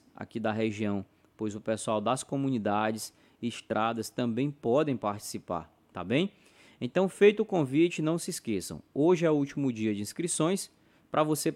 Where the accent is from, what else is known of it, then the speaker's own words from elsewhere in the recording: Teresina, Piauí, Brazil; Eu sou natural de Teresina, no Piauí.